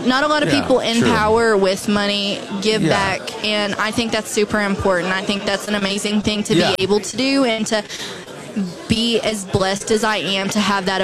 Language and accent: English; Kentucky, United States; also born or lived in Texas / Chicago; Well, I'm from Kentucky. I'm from Kentucky. I've moved all over. I used to live in Texas, and so I used to live in Chicago.